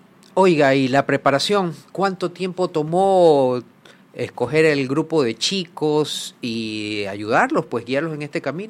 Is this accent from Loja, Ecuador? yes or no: no; Guayaquil, Guayas, Ecuador; born there; yo también soy lasallano, pero de La Salle de acá de Guayaquil.